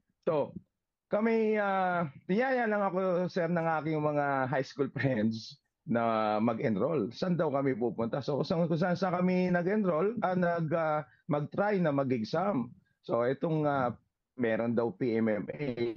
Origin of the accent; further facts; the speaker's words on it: Manila, Metro Manila, Philippines; Ako'y laking Maynila po ako, sir. Paco, Maynila.